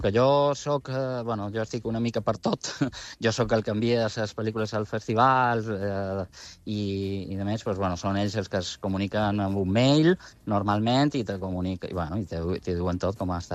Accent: Mallorca, Balearic Islands, Spain; jo sóc de Mallorca

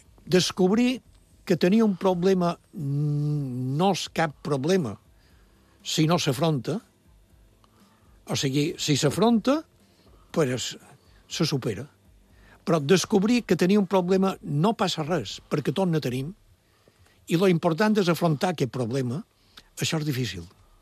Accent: Vilafranca, Balearic Islands, Spain; Jo som de Vilafranca i vaig anar...

